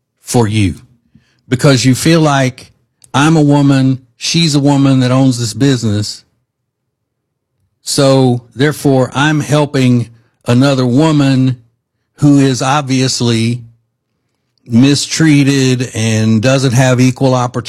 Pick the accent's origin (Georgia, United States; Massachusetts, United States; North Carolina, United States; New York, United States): North Carolina, United States; Charlotte; I am from Charlotte, North Carolina. I do a talk show here at night